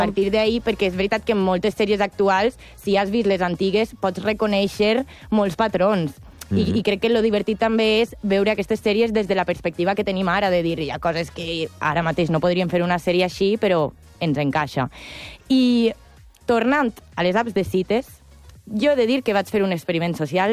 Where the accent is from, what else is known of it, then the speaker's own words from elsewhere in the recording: Valencia, Valencian Community, Spain; Jo que soc de València, la ruta del bacalao